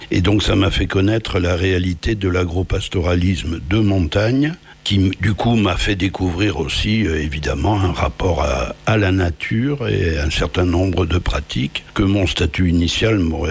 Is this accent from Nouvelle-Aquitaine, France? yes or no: yes; Luxey, Nouvelle-Aquitaine, France; probablement mon enfance à Luce-Saint-Sauveur et le fait d'avoir pour voisin une famille de tout petits paysans